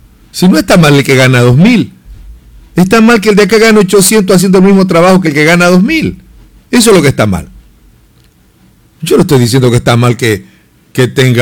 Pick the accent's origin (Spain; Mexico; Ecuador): Ecuador; Esmeraldas; born there; yo soy nacido en esta tierra. Me importa mi tierra.